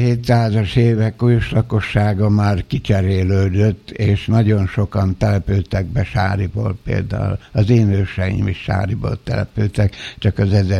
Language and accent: Hungarian; Budapest, Hungary; born there; tulajdonképpen felsődabasi születésű vagyok majdnem, mivel hogy a bátyám szülés közben, illetve után egy napon belül meghalt, ezért az anyám már a eljövendő köröztapáméknál Budapesten várta a szülési időpillanatát, és így kórházba születtem a 13. kerületben.